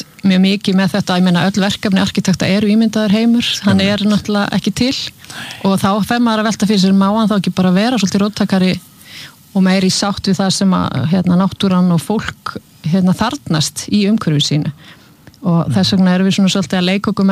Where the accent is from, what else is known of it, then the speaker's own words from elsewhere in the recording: Húsavík, Northeastern Region, Iceland; Já Ég er frá Húsavík Fóreldra minni frá Akureyri og Húsavík